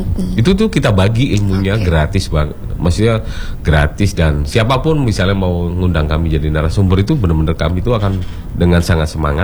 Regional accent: Batu, East Java, Indonesia; di desa saya sendiri, di desa Pesanggerahan itu

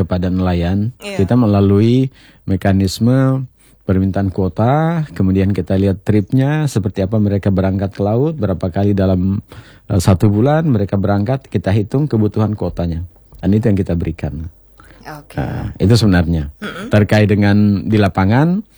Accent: Kendari, Southeast Sulawesi, Indonesia; kita sebagai warga Kota Kendari

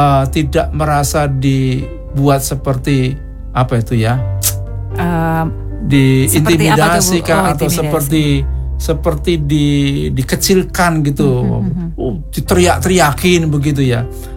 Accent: Solo, Central Java, Indonesia; Katakanlah kalau saya dari Solo itu kan suka sekali kepala, pundak, lutut, kaki, brutu, cakar, itu yang menyenangkan.

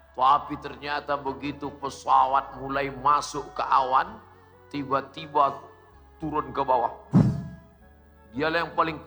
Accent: Sumatra, Indonesia; Saya datang dari Sumatera.

